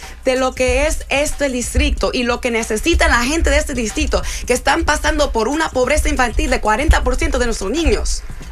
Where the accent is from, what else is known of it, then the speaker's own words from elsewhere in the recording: Dominican Republic; now in United States; Ya yo le he comentado que yo nunca he insultado la bandera. Yo soy dominicana.